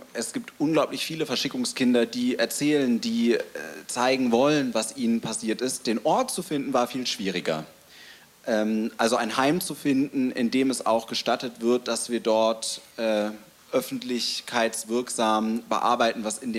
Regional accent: Bad Salzdetfurth, Lower Saxony, Germany; Ich bin aufgewachsen in Bad Salzdetfurt. Das ist eine Kurstadt beim Harz.

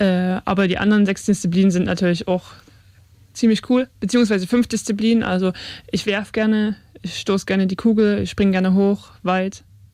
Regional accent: Chemnitz, Saxony, Germany; born there; now in Leipzig, Germany

